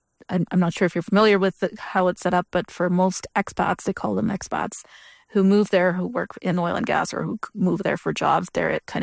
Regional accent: Saudi Arabia; also born or lived in Chennai, India; now in Canada; I was born in India, in a town called Chennai, which is in the southern part of India. And I lived in India for a few years, but for most of my childhood, I spent it in Saudi Arabia.

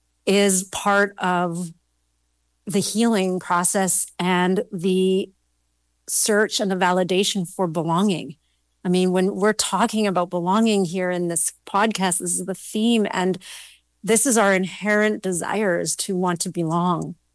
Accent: Calgary, Alberta, Canada; As you said, I was born and raised in Calgary in the mid 70s and 80s. So back then it was a very different city.

